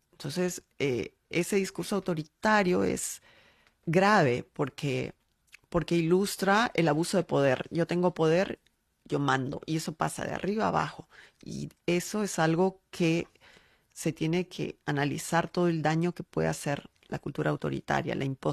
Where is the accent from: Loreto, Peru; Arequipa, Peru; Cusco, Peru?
Cusco, Peru; yo no vengo de ninguna provincia, yo vengo del Cusco.